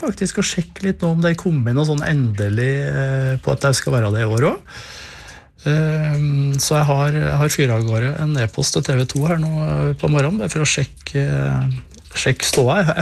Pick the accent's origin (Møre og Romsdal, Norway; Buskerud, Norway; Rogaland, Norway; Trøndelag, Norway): Trøndelag, Norway; now in Hadeland, Norway; Så jeg har bodd her nå i 15... Ja, over det. 17-18 år. Men jeg er trønder, ja. For all del.